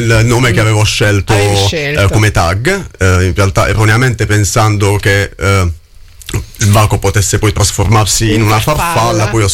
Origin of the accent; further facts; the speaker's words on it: Mola di Bari, Apulia, Italy; Sono originario della Puglia